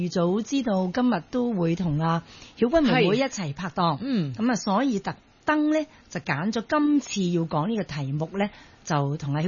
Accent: Guangdong, China; 咁但係當然我哋本身係廣東人嚟噶嘛。

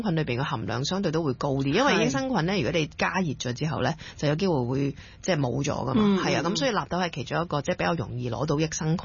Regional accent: Indonesia; 咁另外，我哋印尼人就鍾意食天貝啦

